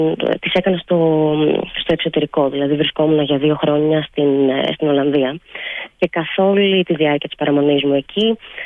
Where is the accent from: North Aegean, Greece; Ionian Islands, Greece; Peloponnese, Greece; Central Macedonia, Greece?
Central Macedonia, Greece; Thessaloniki; moved away as an adult; also born or lived in Netherlands; now in Vamvakou, Greece; εγώ κατάγομαι από ένα μεγάλο αστικό κέντρο